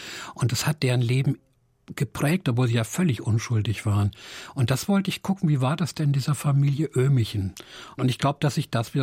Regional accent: Hesse, Germany; also born or lived in Frankfurt; now in Berlin, Germany; ich komme ja aus der Nähe von Gießen, aus einem kleinen Dorf.

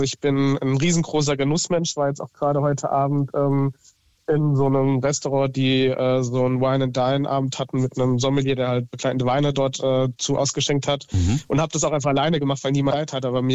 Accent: Rhineland-Palatinate, Germany; also ich komme ja hier aus der Pfalz, ob ich sage, ich verlasse die Pfalz

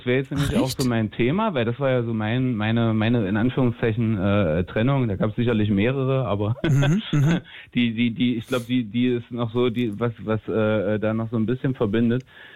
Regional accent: Magdeburg, Saxony-Anhalt, Germany; Als Magdeburger ist man da jetzt so, ne?

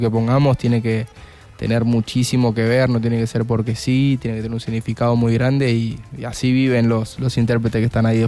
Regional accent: Buenos Aires, Argentina; mi viejo y yo somos de Caminito, de La Boca

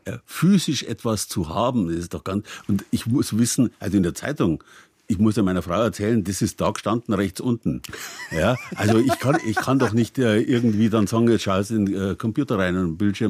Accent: Bavaria, Germany; Ich habe es nur immer am Beispiel Bayerns gemacht, weil ich mich da halt auskenne, weil das meine Heimat ist.

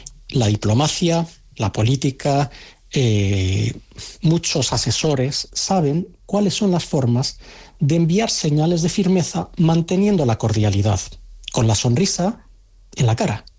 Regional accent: Spain; Me temo, y ahora ya hablo no como analista, sino como ciudadano español, no es normal.

